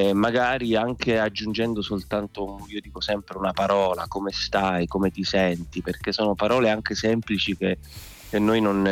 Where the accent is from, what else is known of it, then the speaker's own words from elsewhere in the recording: Palermo, Sicily, Italy; lo conoscevo da palermitano